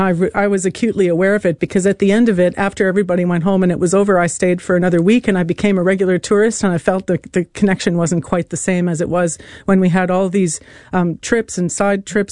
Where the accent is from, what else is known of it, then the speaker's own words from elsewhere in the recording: Canada; now in New Zealand; I'm the Canadian immigrant here